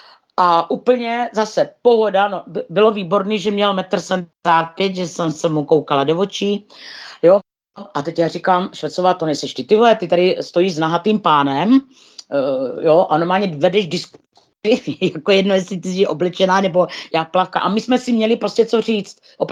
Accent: Moravia, Czechia; A říkají, odkud jste, vy máte, já říkám, no z Moravy. My vždycky, když jsme řekli s Pájou, že jsme z Moravy

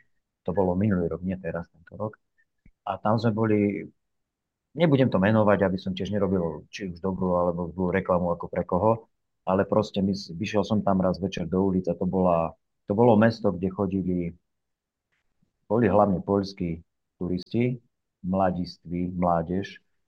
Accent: Martin, Žilina Region, Slovakia; also born or lived in Cyprus; A čo, no pochádzam z Martina, tam som sa narodil, tam som pôsobil, tancoval, až kým som išiel na vojnu

